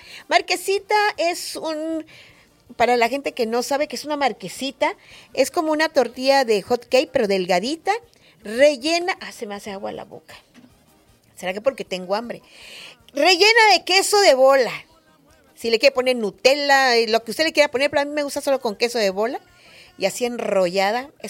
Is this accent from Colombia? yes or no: no; Mexico; para los que somos mexicanos